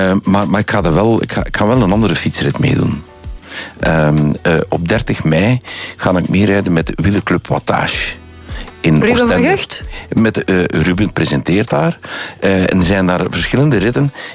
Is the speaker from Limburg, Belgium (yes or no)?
no; East Flanders, Belgium; born there; En Greg van Avermaat is toch wel een streekgenoot van mij. Hè? Van waar ik geboren ben, bedoel ik. In de streek van Temse Hamme.